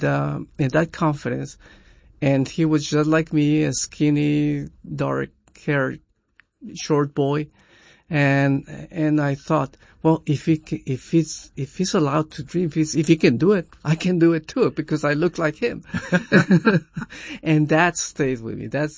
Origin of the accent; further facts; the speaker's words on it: Ciudad Juárez, Chihuahua, Mexico; Well, that's, I grew up in Juarez, just like many kids from El Paso do, because it was cheaper to live there.